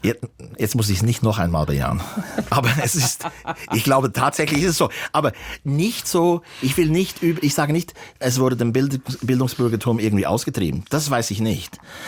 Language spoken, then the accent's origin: German; Bern, Switzerland; moved away; Ich bin da im Berner Oberland aufgewachsen. Das war damals und dort möglich. Quasi auf dem Land konnte man irgendwie leben